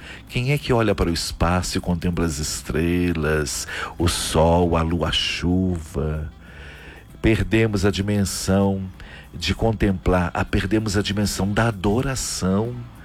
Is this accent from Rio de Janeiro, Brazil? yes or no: no; Santos Dumont, Minas Gerais, Brazil; moved away; lá em Santos Dumont, na minha terra